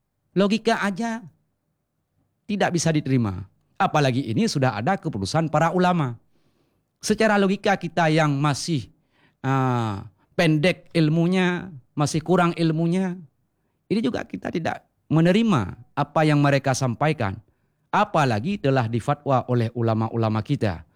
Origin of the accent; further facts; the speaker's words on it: Aceh, Indonesia; Kita orang Aceh, orang Indonesia.